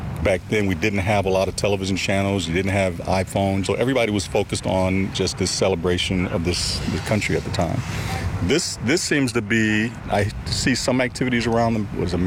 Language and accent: English; Flint, Michigan, United States; I grew up in Flint, Michigan.